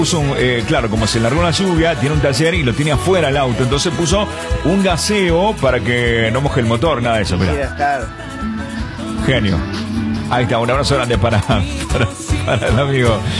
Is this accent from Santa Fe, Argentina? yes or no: yes; Armstrong, Santa Fe, Argentina; Somos de Armstrong, provincia de Santa Fe